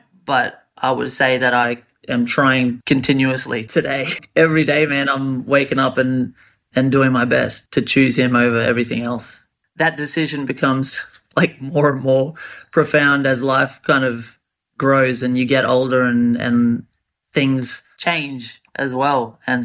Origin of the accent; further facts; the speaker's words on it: Rockhampton, Queensland, Australia; also born or lived in Bowen; now in Brisbane, Australia; Queensland boy. I'm originally from a little town on the Whitsundays called Bowen. And born in Bowen, I was raised in Rockhampton.